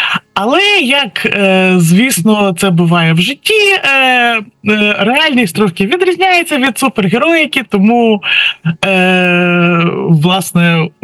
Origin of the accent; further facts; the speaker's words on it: Cherkasy, Cherkasy Oblast, Ukraine; я сама з Черкас родом